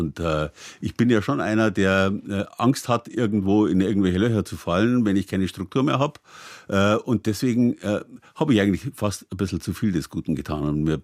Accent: Bavaria, Germany; Ich habe es nur immer am Beispiel Bayerns gemacht, weil ich mich da halt auskenne, weil das meine Heimat ist.

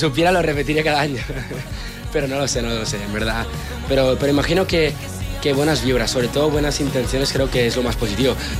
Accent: Barcelona, Catalonia, Spain; yo soy de Barcelona.

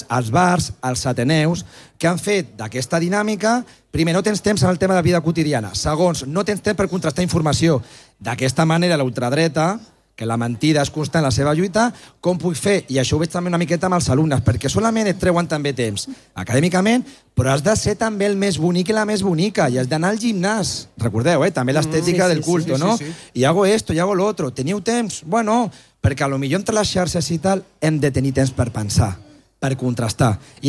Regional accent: Terrassa, Catalonia, Spain; Jo soc del Vallès de Terrassa, no?

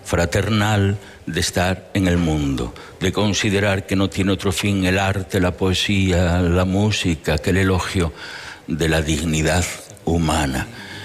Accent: Villafranca, Spain; Es un poema que escribí en mi pueblo, en Villafranca, pero que es un poema que alude a tantos espacios de nuestra tierra

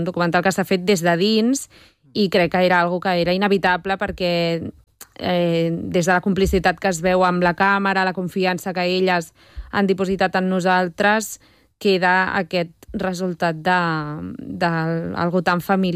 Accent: Barcelona, Catalonia, Spain; born there; also born or lived in Colombia; aquí a Barcelona, que la meva mare i jo vam venir de Colòmbia, això fa el 2001, una cosa així.

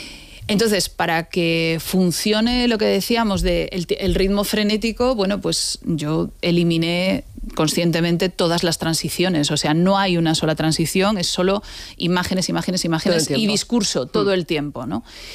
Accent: A Coruña, Galicia, Spain; digámoslo, soy gallega. Gallega de A Coruña.

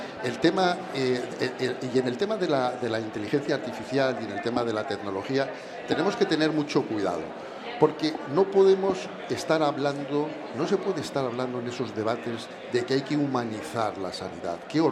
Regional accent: Spain; tenemos que presumir como españoles.

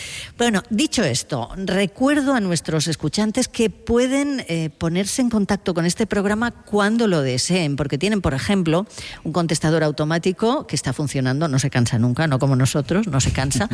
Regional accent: Cervera, Catalonia, Spain; moved away; Nos hemos venido a mi pueblo, que sí, que ya sé que es ciudad, pero es mi pueblo. En Cervera, en Lleida

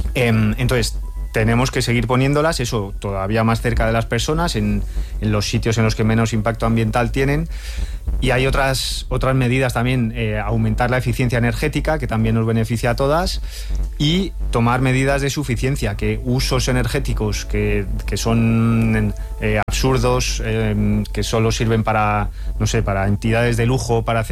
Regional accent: Spain

